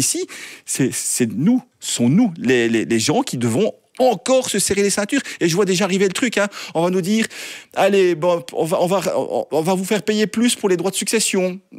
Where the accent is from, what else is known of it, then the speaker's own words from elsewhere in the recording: Wallonia, Belgium; j'ai beau regarder dans mes poches, je suis wallon, il y a de moins en moins de choses dans mon portefeuille